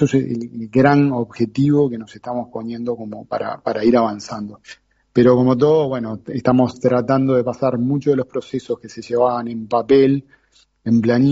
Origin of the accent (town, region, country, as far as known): Uruguay